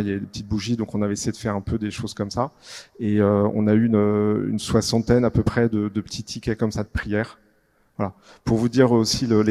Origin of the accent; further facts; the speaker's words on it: Paris, Île-de-France, France; Donc on est parisien, on vit dans le 16e à Paris, et notre paroisse c'est Saint-Honoré-d'Eylau.